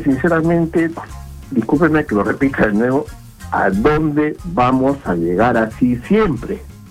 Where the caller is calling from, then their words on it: Peru; como peruanos, tenemos que tener un poco mismo de peruanidad y ser unidos.